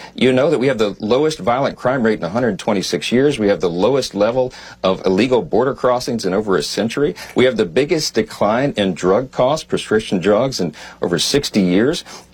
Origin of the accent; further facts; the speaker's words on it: Louisiana, United States; In my state of Louisiana, I'm there this morning in my home state, and the average Louisianian has over $2,900 more in their pocket they did not have to send in their taxes